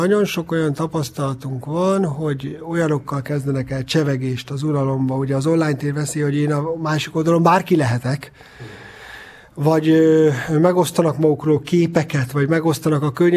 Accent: Hungary; mi magyarok vagyunk

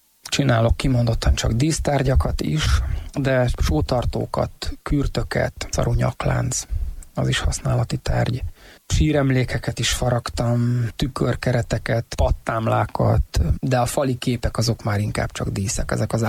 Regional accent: Hungary

